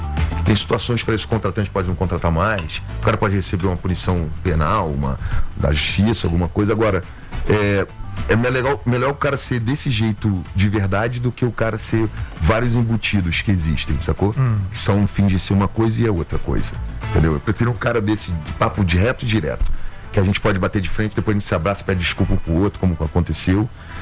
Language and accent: Portuguese; Rio de Janeiro, Brazil; sou carioca